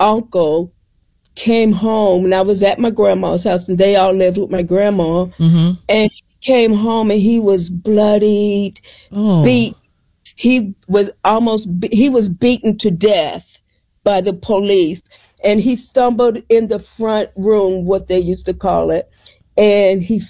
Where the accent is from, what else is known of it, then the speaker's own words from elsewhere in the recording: Dayton, Ohio, United States; Dayton, Ohio.